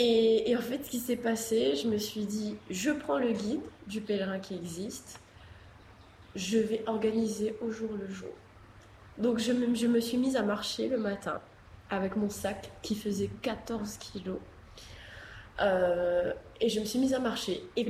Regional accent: Réunion; en tant que réunionnais

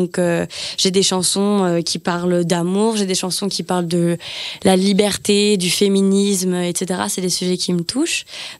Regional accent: Champigny-sur-Marne, Île-de-France, France; Je suis originaire du 9-4, par contre. Je viens de Champigny-sur-Marne. Donc, c'est une autre banlieue de Paris.

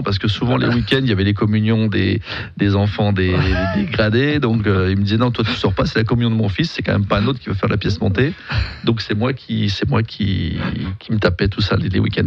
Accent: Besançon, Bourgogne-Franche-Comté, France; born there; also born or lived in Gray; je suis né à Grez, je suis franc-comtois, je suis né à Grez, j'ai vécu à Grez jusqu'à mes 8 ans, et ensuite je suis venu habiter à Besançon.

